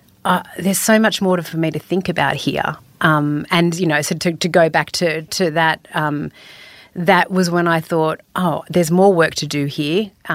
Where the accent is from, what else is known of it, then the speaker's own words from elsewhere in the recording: Sydney, New South Wales, Australia; I grew up in Sydney. So I'm a Sydney girl, born and bred in what I thought was the eastern suburbs of Sydney.